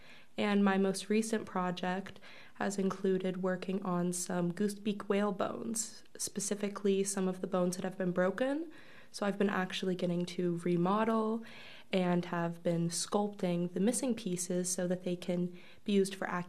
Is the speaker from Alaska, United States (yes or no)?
yes; Girdwood, Alaska, United States; I'm from Girdwood, Alaska, so not too far away.